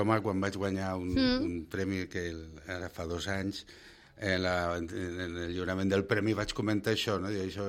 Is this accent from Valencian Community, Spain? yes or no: yes; Valencian Community, Spain; moved away; jo soc de valencià